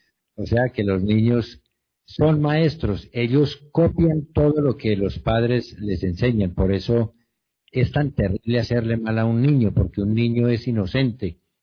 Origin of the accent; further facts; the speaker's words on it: Rionegro, Antioquia, Colombia; en mi pueblo, en la ciudad de Río Blanco, Antioquia.